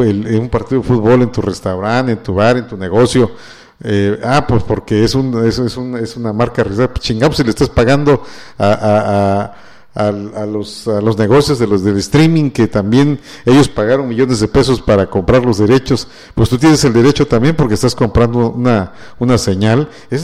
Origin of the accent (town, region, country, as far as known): Mexico